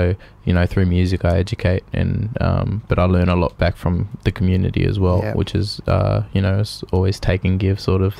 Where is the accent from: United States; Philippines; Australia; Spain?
Australia; Mildura, Victoria; You know, she was an elder of the community I grew up in Mildura.